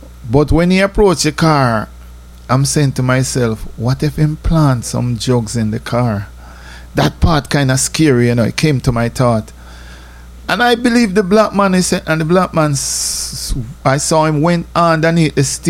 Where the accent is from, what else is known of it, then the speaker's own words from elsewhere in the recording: Jamaica; moved away; I'm from Jamaica.